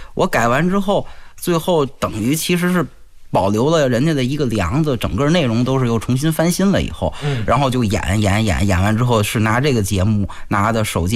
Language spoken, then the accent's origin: Chinese; Tianjin, China; 我们天津人